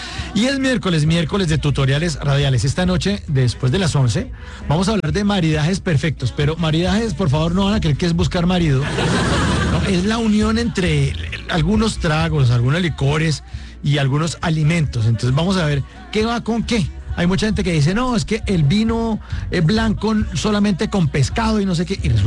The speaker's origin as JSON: {"language": "Spanish", "country": "Colombia"}